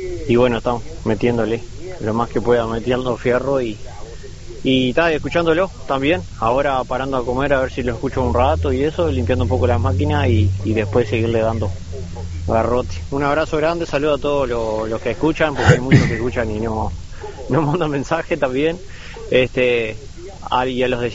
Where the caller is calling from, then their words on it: Artilleros, Colonia, Uruguay; Un abrazo grande de acá, de Artillero.